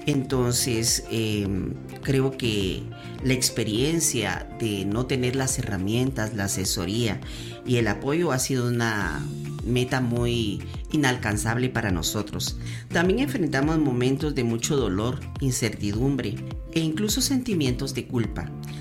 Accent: Guatemala

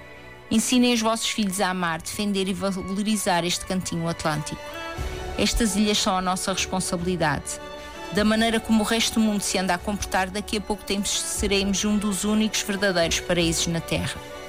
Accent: Horta, Azores, Portugal; É a cidade onde eu nasci, cresci, onde moro e trabalho, e o sítio que escolhi para criar os meus filhos.

